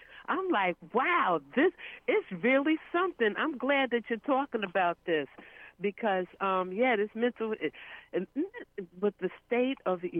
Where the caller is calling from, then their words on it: South Carolina, United States; from South Kakalaki.